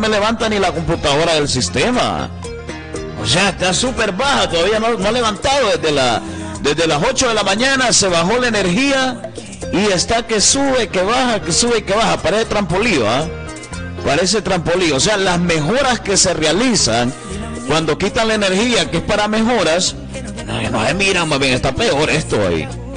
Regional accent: Salamá, Olancho, Honduras; Como les he dicho, yo vengo de Salamá, en Olancho.

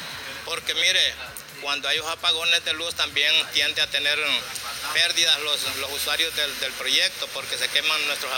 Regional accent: Esquipulas del Norte, Olancho, Honduras; yo soy nacionalista de Esquipulas del Norte

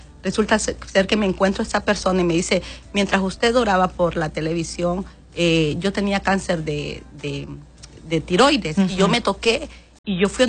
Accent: Honduras; nosotros como hondureños

